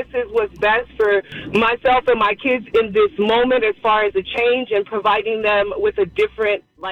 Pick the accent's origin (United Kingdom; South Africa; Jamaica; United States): Jamaica; Well, I'm Jamaican. I'm Jamaican.